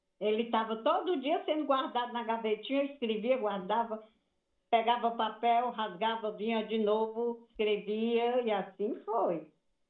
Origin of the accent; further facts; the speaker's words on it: Massapê, Ceará, Brazil; moved away as an adult; also born or lived in Sobral; now in Fortaleza, Brazil; lá no interior, a primeira vez que eu me senti até honrada, fui convidada por um prefeito de lá da minha cidade, Massapê